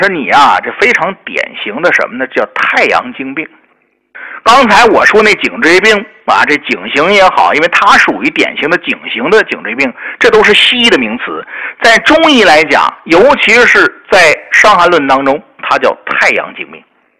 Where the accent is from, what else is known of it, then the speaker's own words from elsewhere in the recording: China; 对于我们中国人来讲，太阳能晒到的部位是从头到脖子到后背